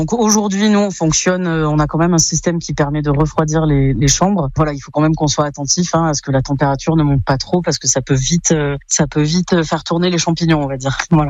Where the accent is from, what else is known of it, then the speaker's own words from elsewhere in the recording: Auvergne-Rhône-Alpes, France; Alors, on vient d'Isère tous les deux, donc mon mari et moi, et on travaillait dans des bureaux.